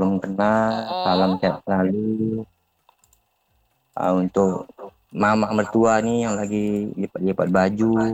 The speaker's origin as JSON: {"language": "Indonesian", "town": "Tuapaya", "region": "Riau Islands", "country": "Indonesia"}